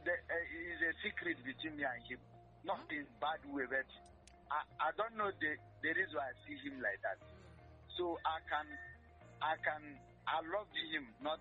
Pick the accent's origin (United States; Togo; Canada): Togo; I'm from Togo